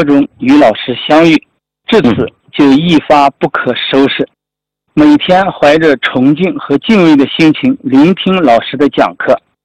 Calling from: Jincheng, Shanxi, China; 我来自山西晋城

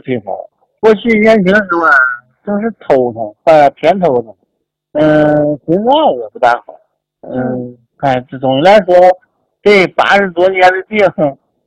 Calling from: Langfang, Hebei, China

